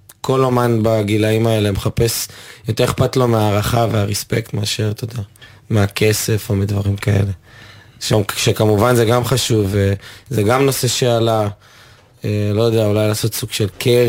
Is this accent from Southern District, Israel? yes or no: no; Bat Yam, Tel Aviv District, Israel